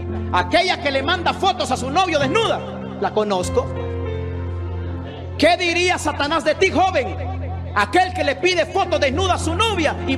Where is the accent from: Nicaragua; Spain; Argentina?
Nicaragua; Para los que no saben, soy nicaragüense